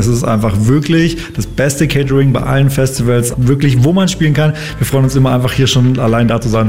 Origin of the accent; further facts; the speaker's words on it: Konstanz, Baden-Württemberg, Germany; Also wir sind ja quasi grenznah aufgewachsen. Wir sind aus Konstanz